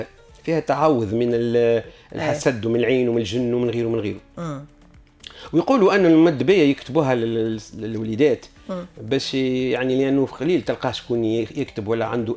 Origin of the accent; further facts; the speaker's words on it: Tunisia; عندنا في تونس.